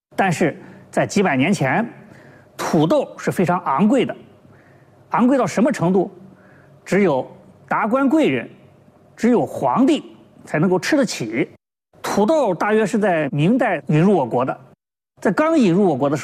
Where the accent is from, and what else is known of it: China